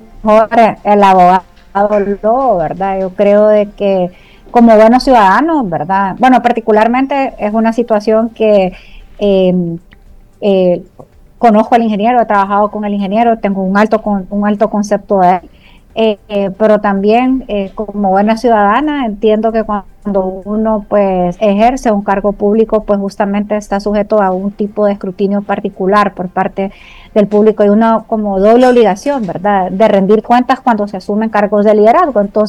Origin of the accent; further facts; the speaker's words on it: Honduras; como buenos hondureños y hondureñas